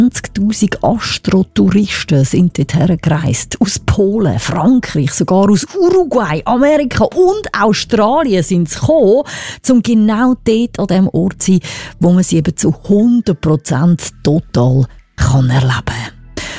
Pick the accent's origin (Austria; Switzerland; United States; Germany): Switzerland; Und übrigens spinnen nicht nur die Leute bei uns in der Schweiz.